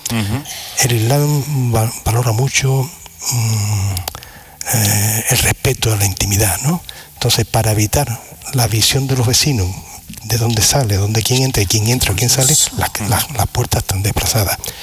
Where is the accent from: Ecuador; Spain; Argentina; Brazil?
Spain; Carmona, Andalusia; Yo recuerdo de niño, yo escuchaba en Carmona a los mayores